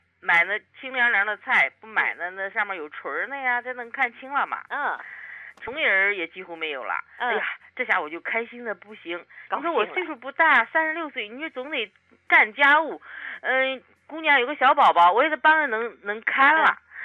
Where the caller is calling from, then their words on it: Shijiazhuang, Hebei, China; 我今年56岁。我是石家庄的朋友。